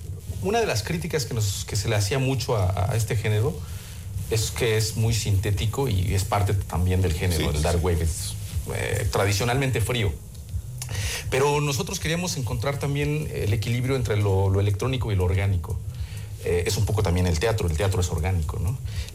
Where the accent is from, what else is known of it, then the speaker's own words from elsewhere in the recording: Oaxaca, Mexico; Mira, lo primero en la base es que nosotros somos de Oaxaca y crecimos con una cultura muy arraigada al Día de Muertos.